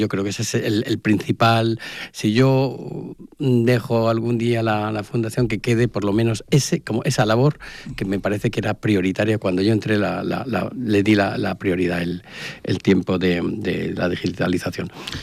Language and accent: Spanish; Barcelona, Catalonia, Spain; also born or lived in Valencia / Huelva; now in Cádiz, Spain; Crecí en Barcelona.